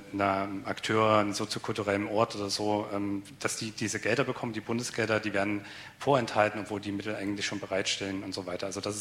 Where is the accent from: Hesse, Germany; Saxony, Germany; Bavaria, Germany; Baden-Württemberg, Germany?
Saxony, Germany; ich bin ja aus Sachsen.